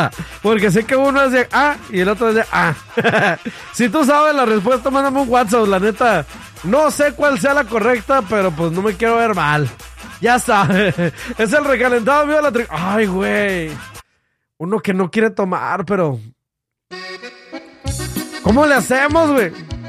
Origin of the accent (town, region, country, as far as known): Mexico